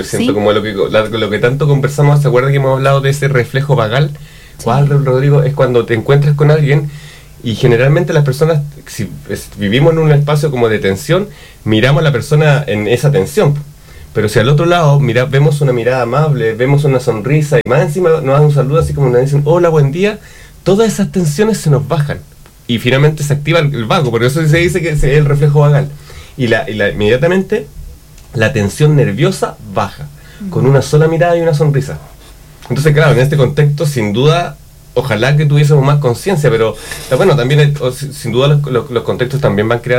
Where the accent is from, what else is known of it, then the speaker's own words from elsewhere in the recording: Santiago, Santiago Metropolitan Region, Chile; moved away; yo vengo de Santiago, donde el modelo no es tan como amable en general.